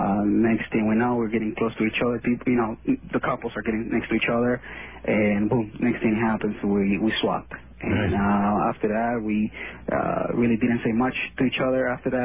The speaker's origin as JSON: {"language": "English", "country": "Venezuela", "lives_now": "United States", "said": "Venezuela."}